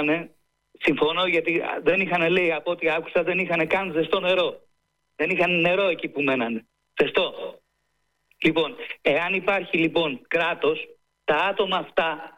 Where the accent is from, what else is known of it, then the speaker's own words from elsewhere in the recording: Greece; Γιατί ειλικρινά από εχθές ντρέπουμε πιο πολύ που είμαι Έλληνας.